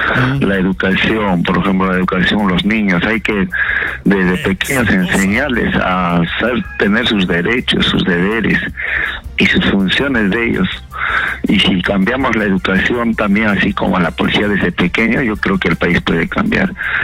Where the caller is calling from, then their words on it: Lima, Peru; de San Juan del Lirigancho.